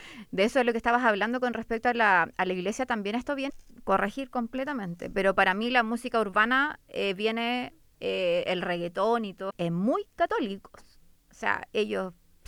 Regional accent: Chile; Para nosotros como chilenos no tanto.

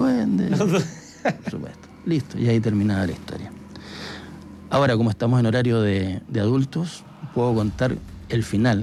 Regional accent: Magallanes, Chile

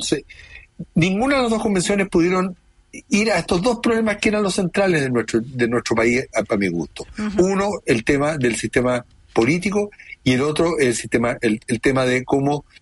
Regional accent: Chile; por la farra enorme que nos pegamos como chilenos con las dos convenciones

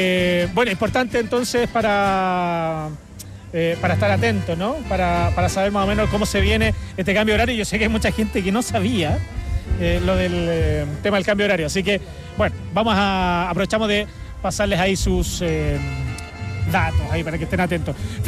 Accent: Maule, Chile; Y somos todos maulinos.

